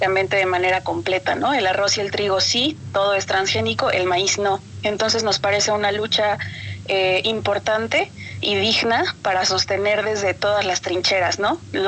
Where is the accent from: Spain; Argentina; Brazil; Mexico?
Mexico; Digo, como mexicanos, la tortilla obviamente forma parte de nuestra cotidianidad